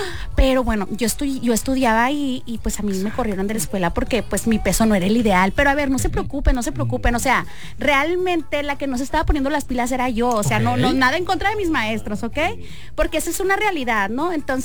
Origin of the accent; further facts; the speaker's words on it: Culiacán, Sinaloa, Mexico; Culiacán, Sinaloa, pues yo soy de Culiacán, Sinaloa.